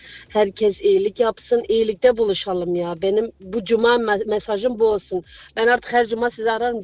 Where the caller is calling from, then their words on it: Frankfurt, Hesse, Germany; ben Frankfurt'tan